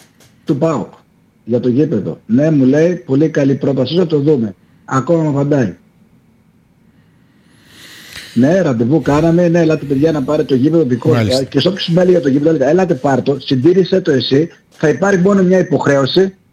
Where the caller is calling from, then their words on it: Almyros, Thessaly, Greece; από τον Βόλο που είμαι εγώ από τον Αλμυρό